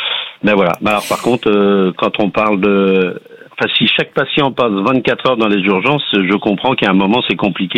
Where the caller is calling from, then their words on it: Centre-Val de Loire, France; Dans le sud de l'Indre-et-Loire. Enfin, on est 10 habitants au kilomètre carré, donc vous voyez, on n'est pas beaucoup.